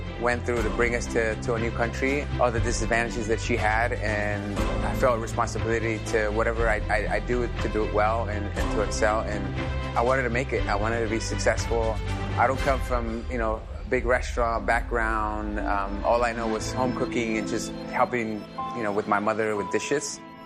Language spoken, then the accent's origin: English; United States; I was neglecting my roots and my culture. And I really felt like I didn't know much about it just growing up in the States.